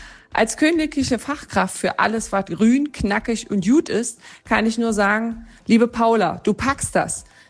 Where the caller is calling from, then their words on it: Gommern, Saxony-Anhalt, Germany; eure Jomaraner Jorkenkönigin aus Gommern im schönen Jerichower Land.